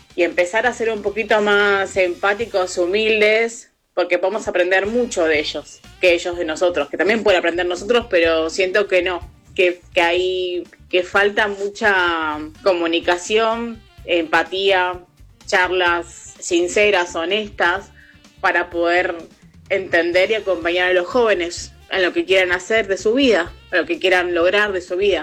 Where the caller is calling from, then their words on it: Buenos Aires, Argentina; de Almagro